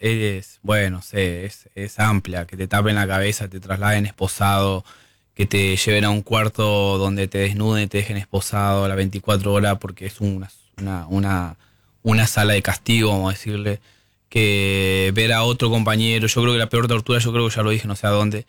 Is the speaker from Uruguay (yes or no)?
no; Argentina; estoy en mi país, pero bueno, estoy protegido. No puedo decir que no hay inseguridad en Argentina, ¿no?